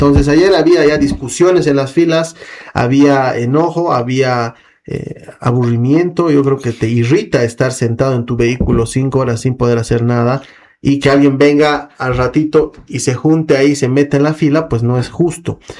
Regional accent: Bolivia

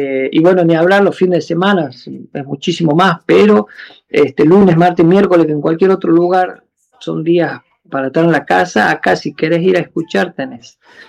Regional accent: Salvador Mazza, Salta, Argentina; pasa que yo soy nacido en Salta, pero mis viejos se fueron a trabajar a Salvador Massa, frontera con Bolivia, y a mí me llevaron de un mes. Y viví hasta los 16 años en la frontera.

